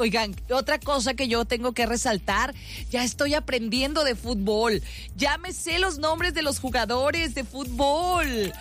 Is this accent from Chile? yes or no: no; Mexico; Los mexicanos somos muy echados para adelante, los mexicanos somos muy aguerridos